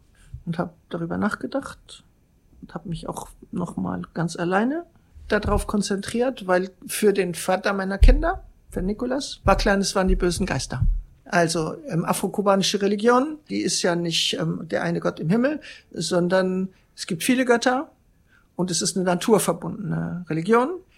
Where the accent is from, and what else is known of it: Germany